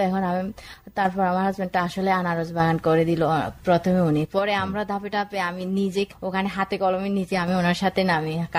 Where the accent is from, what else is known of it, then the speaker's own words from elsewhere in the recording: Khagrachari, Chittagong Division, Bangladesh; now in Rangamati, Bangladesh; আমার বাড়ি কিন্তু খাগড়াছড়ি